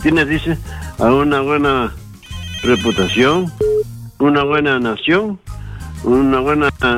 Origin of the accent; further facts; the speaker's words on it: Uruguay; de Uruguay, también de acá de Cada.